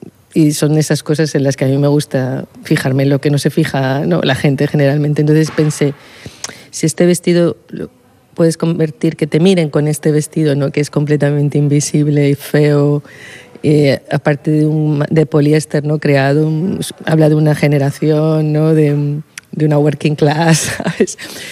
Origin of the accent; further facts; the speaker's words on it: Madrid, Community of Madrid, Spain; Sí, yo soy madrileña y voy mucho al Rastro.